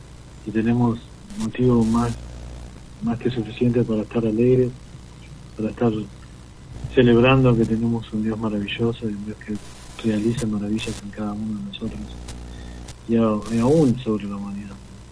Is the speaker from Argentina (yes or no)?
yes; San Isidro, Buenos Aires Province, Argentina; Nosotros somos de San Isidro, ¿no? Zona norte de Gran Buenos Aires.